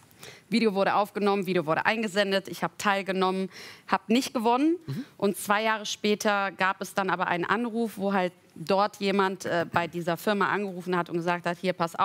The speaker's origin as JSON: {"language": "German", "region": "North Rhine-Westphalia", "country": "Germany", "said": "Ich bin Mädchen aus dem Dorf, ich komme aus der Nähe von Aachen."}